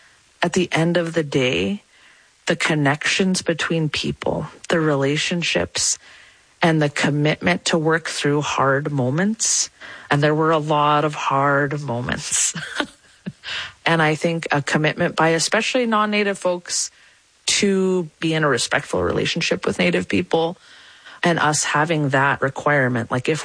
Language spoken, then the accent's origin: English; Clark's Point, Alaska, United States; my grandmother was Manchoc, and I was raised with her in Clark's Point in Bristol Bay.